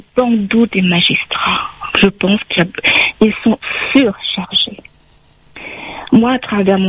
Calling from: France; moi je vis en France.

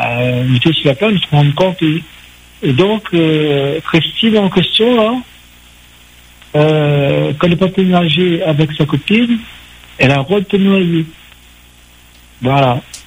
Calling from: Saint-Paul, Réunion; je suis de Saint-Paul.

